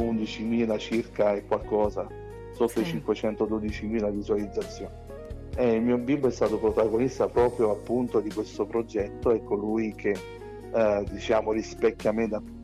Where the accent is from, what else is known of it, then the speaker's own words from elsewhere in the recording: Naples, Campania, Italy; io sono nato e cresciuto a Napoli